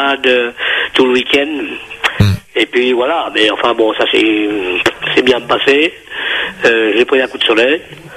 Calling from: Bayonne, Nouvelle-Aquitaine, France; Moi, je suis à Bayonne, en Anglette, Saint-Jean-de-Luz.

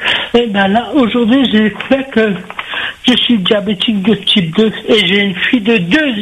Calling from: France; je suis de Métropole.

